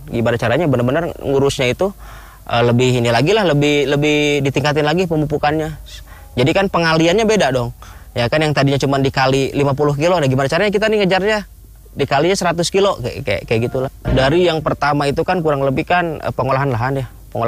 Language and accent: Indonesian; Jakarta, Indonesia; asal saya itu kan asli Jakarta gitu.